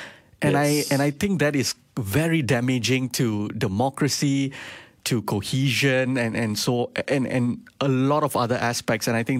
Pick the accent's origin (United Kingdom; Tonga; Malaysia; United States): Malaysia; especially as an Indian person in this country.